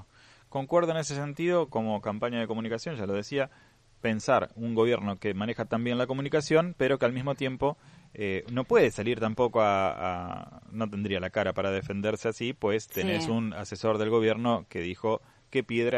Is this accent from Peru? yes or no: no; Argentina